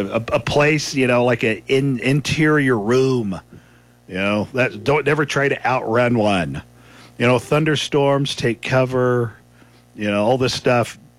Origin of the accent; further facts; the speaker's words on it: Oklahoma, United States; now in New Mexico, United States; I grew up in Oklahoma, so that's like Tornado Alley.